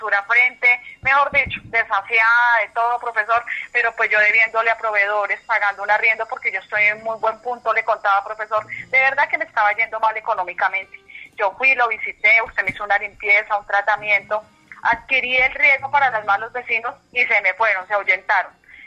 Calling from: Bogotá, Colombia; De Suba la Gaitana

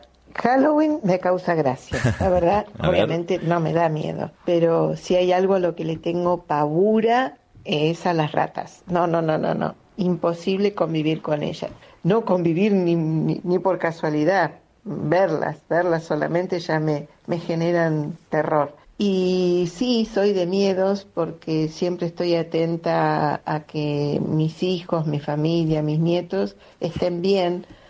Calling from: Buenos Aires, Argentina

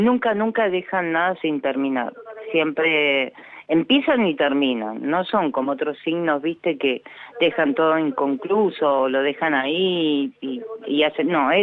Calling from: Mendoza, Argentina; Saludos desde Mendoza

